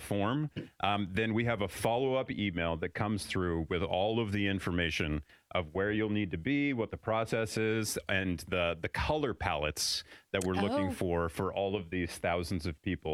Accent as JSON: {"language": "English", "town": "Greencastle", "region": "Indiana", "country": "United States", "tie": "born or raised there", "said": "So I grew up here in Greencastle with all of those stories."}